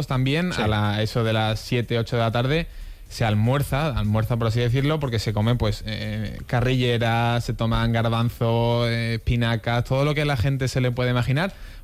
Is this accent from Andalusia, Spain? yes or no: yes; Seville, Andalusia, Spain; Aunque yo habiendo vivido las dos, y aunque yo prácticamente soy de Sevilla